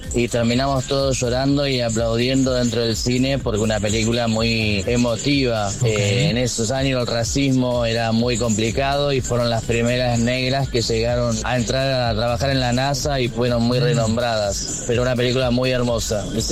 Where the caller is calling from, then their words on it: Buenos Aires Province, Argentina; de Zona Sur, conductor de la app.